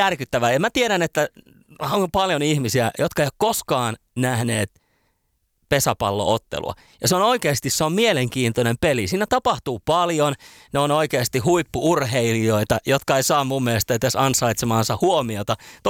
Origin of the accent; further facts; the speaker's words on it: Kitee, North Karelia, Finland; olin äitienpäivän vietossa kotikulmilla ja sitten huomasin siinä, että hetkinen, sunnuntai-iltana niin Kiteen pallo starttaa kautensa Vimpelin vetoa vastaan